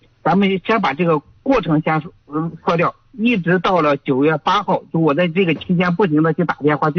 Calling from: Yuncheng, Shanxi, China; 我是咱们就是盐湖区的。

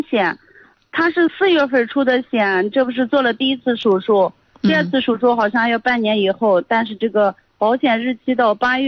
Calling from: China; 我是空港南区这边。

